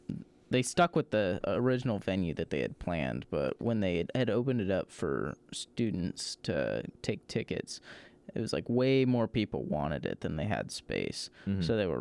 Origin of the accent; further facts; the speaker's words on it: Katy, Texas, United States; moved away; because I'm from Katy.